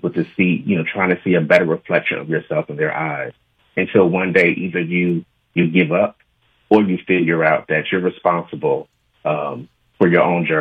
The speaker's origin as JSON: {"language": "English", "town": "Newark", "region": "New Jersey", "country": "United States", "tie": "born or raised there", "said": "We grew up in Newark, New Jersey"}